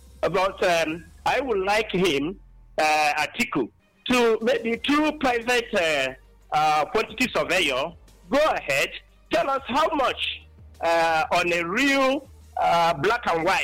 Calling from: Akeze, Borno, Nigeria; I'm calling in from Akeze at Borno State.

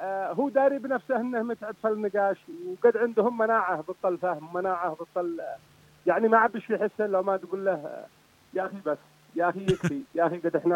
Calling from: Yemen; من الجراف.

